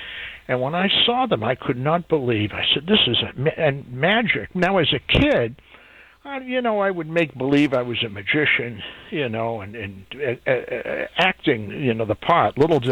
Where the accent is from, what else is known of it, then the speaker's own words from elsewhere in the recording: Watertown, Massachusetts, United States; I grew up in Watertown, Mass.